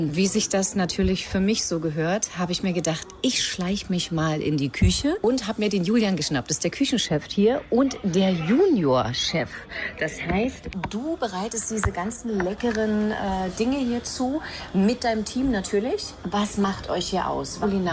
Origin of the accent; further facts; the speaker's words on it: Berlin, Germany; Ich als Berliner Mädel